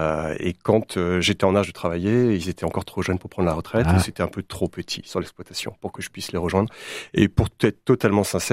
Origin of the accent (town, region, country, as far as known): Brittany, France